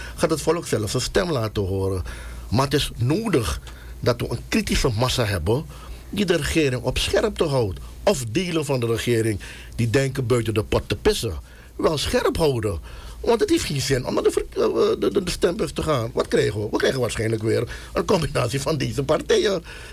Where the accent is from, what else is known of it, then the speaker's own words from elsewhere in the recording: Suriname; met de huidige kennis die wij als Surinamers als collectief hebben.